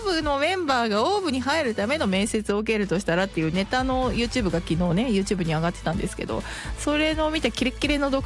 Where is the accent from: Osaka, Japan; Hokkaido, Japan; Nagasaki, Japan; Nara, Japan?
Nagasaki, Japan; Sasebo; born there; 私は長崎の佐世保で生まれてるんで、生まれだけなんですけどね